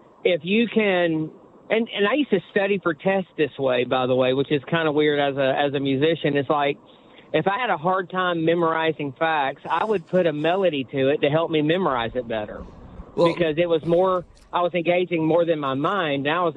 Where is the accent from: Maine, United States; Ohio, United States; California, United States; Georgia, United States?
Georgia, United States; I grew up in Georgia, so there were several cigar box guitars around my...